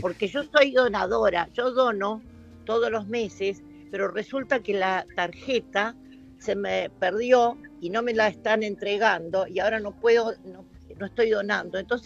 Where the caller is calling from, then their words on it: Florencio Varela, Buenos Aires Province, Argentina; primero que soy de Florencio Varela, que estamos cerca